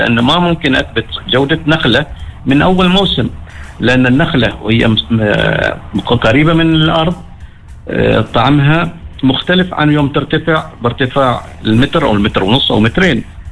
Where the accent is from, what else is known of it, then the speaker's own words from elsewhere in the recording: Oman; عندنا في عمان